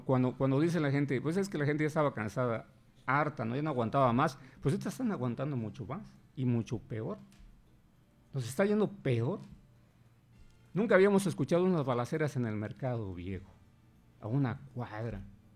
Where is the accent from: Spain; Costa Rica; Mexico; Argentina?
Mexico; Chetumal, Quintana Roo; mi orgullo de ser chetumaleño.